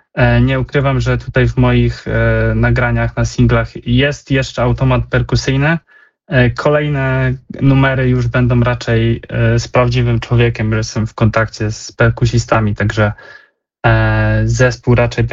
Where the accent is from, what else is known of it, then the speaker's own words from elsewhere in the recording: Poznań, Greater Poland Voivodeship, Poland; Jestem z Poznania.